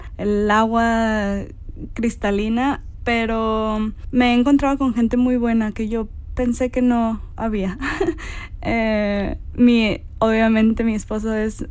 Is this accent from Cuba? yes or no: no; Mexico; moved away as an adult; now in Switzerland